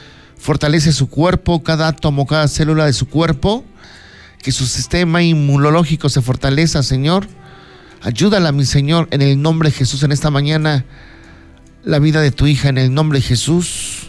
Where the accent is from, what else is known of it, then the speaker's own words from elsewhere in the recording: Guadalajara, Jalisco, Mexico; now in Huautla de Jiménez, Mexico; Llegamos en el año 2021, venimos de Guadalajara, Jalisco, y por su misericordia ya en el mes de septiembre, si Dios nos permite la vida, estaremos cumpliendo 5 años. Aquí estamos establecidos, aquí en Huautla de Jiménez